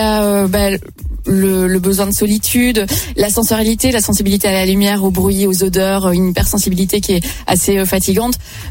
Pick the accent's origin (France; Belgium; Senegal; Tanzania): Belgium; je viens de Belgique